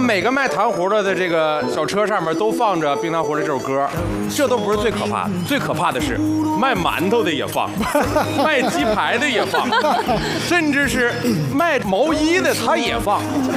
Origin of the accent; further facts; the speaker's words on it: Anda, Heilongjiang, China; born there; moved away; 黑龙江安达呀是一个小县城，然后巧了我就出生在安达的 CBD 区域，就比较繁华的区域啊。